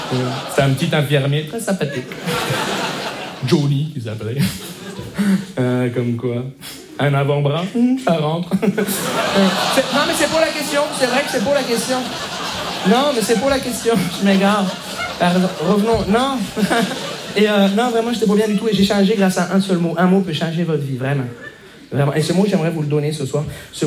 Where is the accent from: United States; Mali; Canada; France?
Canada; Montreal, Quebec; Bonjour, je me présente … je viens de Montréal.